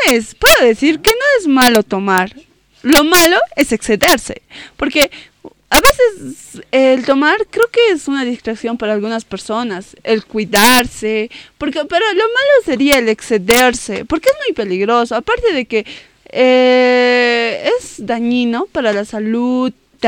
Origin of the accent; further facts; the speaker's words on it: Bolivia; Como bolivianos deberíamos sentirnos orgullosos